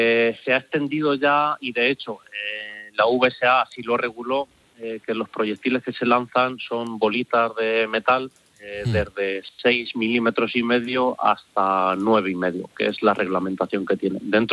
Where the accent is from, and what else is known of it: Las Mesas, Castilla-La Mancha, Spain